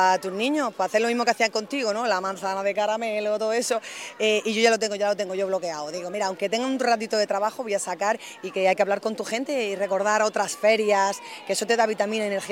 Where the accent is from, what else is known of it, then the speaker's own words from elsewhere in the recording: Almería, Andalusia, Spain; yo soy almeriense, claro, antes de alcaldesa.